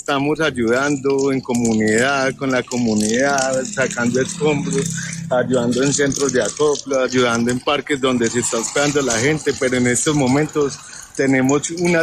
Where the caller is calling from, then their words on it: Pereira, Risaralda, Colombia; Desde la ciudad de Pereira.